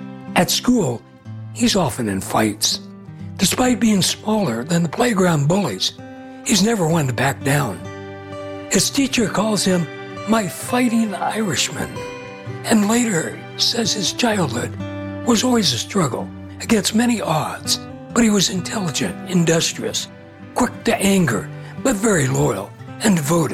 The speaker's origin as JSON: {"language": "English", "region": "Texas", "country": "United States", "said": "I am one Texan boy who never had a pair of cowboy boots. I'm one native-born and native-bred American male who actually doesn't know the rules of our national pastime, baseball."}